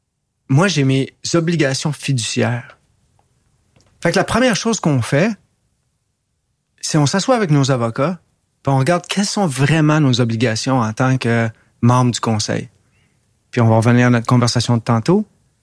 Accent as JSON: {"language": "French", "region": "Quebec", "country": "Canada", "said": "parce que je suis Québécois, je suis dans le coin."}